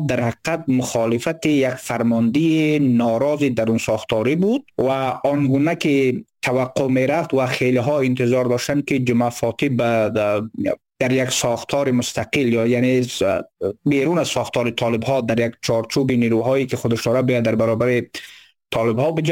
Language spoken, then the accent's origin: Persian; Badakhshan, Afghanistan; از بدخشان هستیم